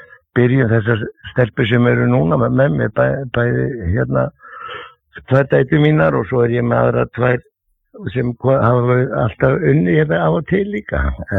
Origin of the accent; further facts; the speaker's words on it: Reykjavík, Capital Region, Iceland; Já, ég er fæddur á uppalinn í Klefsholtinu og ef einhver hefur verið fróttari þá var það við Klefsarðinni, sko.